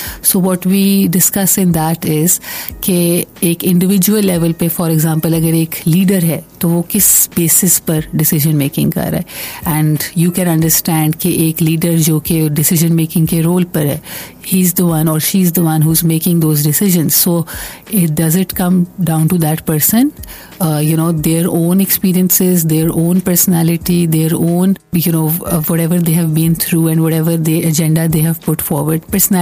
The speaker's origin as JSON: {"language": "English", "country": "Pakistan", "said": "events that shape each of us as a Pakistani, you know, when we look at our political system and what it is providing for us."}